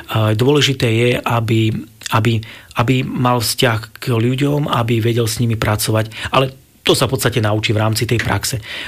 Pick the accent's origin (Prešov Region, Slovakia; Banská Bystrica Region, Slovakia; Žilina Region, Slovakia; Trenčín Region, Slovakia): Banská Bystrica Region, Slovakia; Banská Štiavnica; Ja som bol zvyknutý z Banskej Štiavnice, z Intráku dole. To bolo x kilometrov ísť hore do školy pešo každý deň.